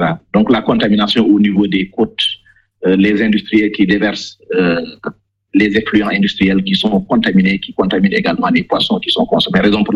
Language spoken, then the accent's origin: French; Senegal; nous au Sénégal